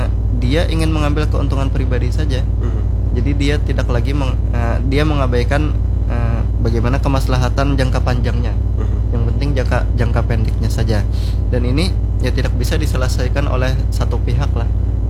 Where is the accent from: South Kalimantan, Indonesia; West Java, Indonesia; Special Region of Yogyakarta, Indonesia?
South Kalimantan, Indonesia; kita orang Banjar lah.